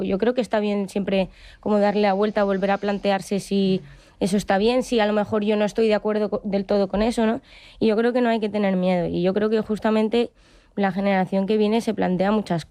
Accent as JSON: {"language": "Spanish", "town": "Madrid", "region": "Community of Madrid", "country": "Spain", "said": "viví una adolescencia yo también que soy de Madrid y el feminismo pues en 2019-2018 era una locura, las manifestaciones y todo."}